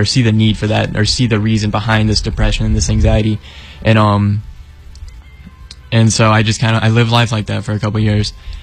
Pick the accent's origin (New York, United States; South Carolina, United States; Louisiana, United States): South Carolina, United States; Aiken; As I said earlier, I was born and raised in Aiken, so I've spent my entire life here.